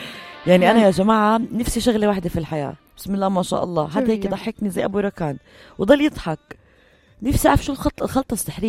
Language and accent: Arabic; Jordan; صار الوضع عندنا بالاردن